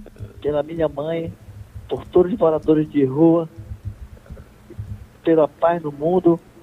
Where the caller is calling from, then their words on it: Santos, São Paulo, Brazil; Falo de Santos.